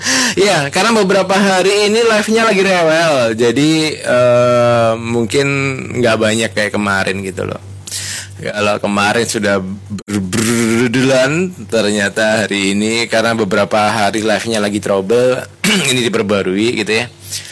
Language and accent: Indonesian; Ngawi, East Java, Indonesia; born there; Ya alhamdulillah saya dilahirkan di Ngawi dan sangat senang untuk berada di Ngawi. Walaupun pengen keluar kota, tapi setelah itu kembali lagi.